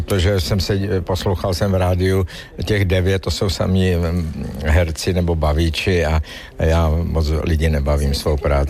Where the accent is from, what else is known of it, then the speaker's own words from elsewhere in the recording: Slovakia; a já jsem ze Slovenska, tak to byly ještě slovenské taneční písně